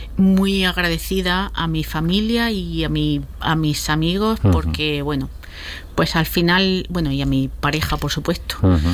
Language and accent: Spanish; Almería, Andalusia, Spain; moved away as an adult; also born or lived in Fondón / El Puerto de Santa María; now in Granada, Spain; Yo soy de Almería y bueno, lo único que llevo desde el 2012 viviendo en Granada, o sea que tengo el corazón partido.